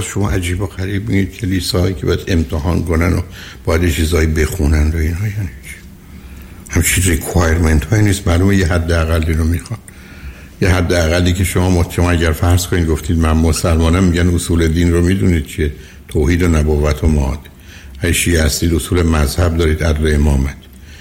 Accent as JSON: {"language": "Persian", "country": "Iran", "said": "ما مردم ایران"}